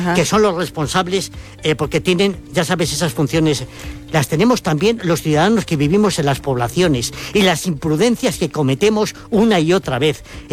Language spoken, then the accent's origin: Spanish; Fermoselle, Castile and León, Spain; Y es el incendio de mi tierra, en Fermoselle.